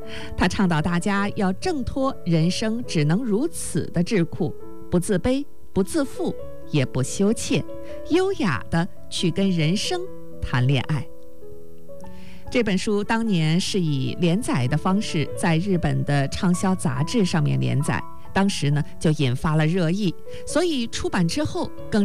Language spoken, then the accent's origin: Chinese; China; 而我们中国人现在生存年龄和日本人也相差不太多